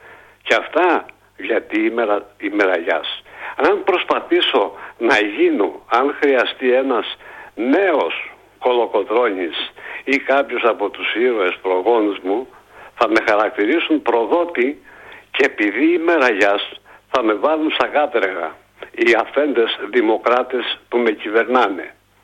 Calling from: Greece

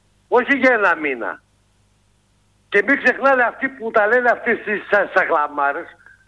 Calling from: Greece; εγώ που είμαι ο Έλληνας

